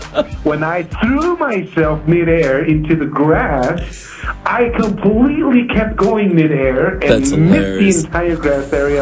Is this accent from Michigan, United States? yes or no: no; Bakersfield, California, United States; If you're growing up in East Bakersfield and you hear the words, you're not down